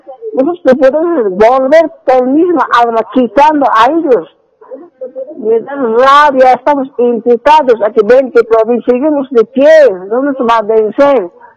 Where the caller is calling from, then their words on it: La Paz, Bolivia; Estoy llamando de Ciudad de La Paz.